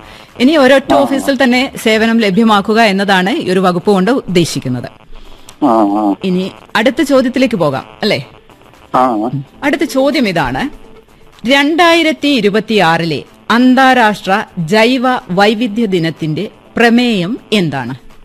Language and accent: Malayalam; Kannur, Kerala, India; നമ്മൾ കണ്ണൂർക്കാരുടെ ഭാഷയിൽ പറഞ്ഞാൽ.